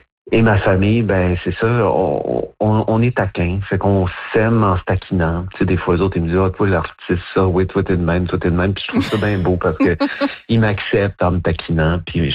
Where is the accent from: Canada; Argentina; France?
Canada; Saint-Polycarpe, Quebec; Saint-Polycarpe. C'est sûr que ça va être dans mon village natal.